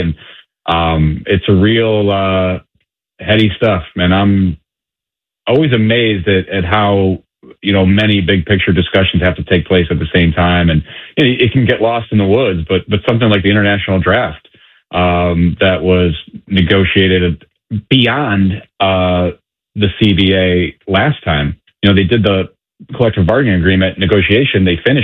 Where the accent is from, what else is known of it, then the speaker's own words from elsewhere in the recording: Cleveland, Ohio, United States; I come from a smaller market mentality. You know, I grew up in Cleveland